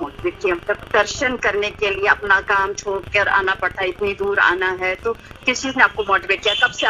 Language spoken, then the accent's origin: Hindi; Chhatrapati Sambhajinagar, Maharashtra, India; छत्रपति संभाजी नगर से।